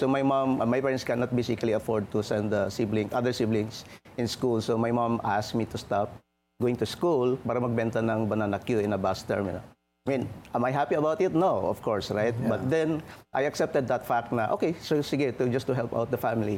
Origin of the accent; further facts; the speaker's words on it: San Isidro, Davao Region, Philippines; moved away; We're from San Isidro, Davao Oriental.